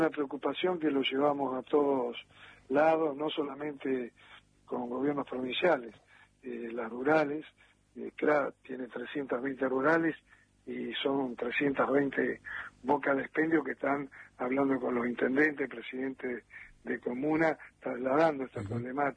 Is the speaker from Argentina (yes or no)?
yes; Argentina; no podemos permitirnos como argentinos, y esto no es una crítica a nadie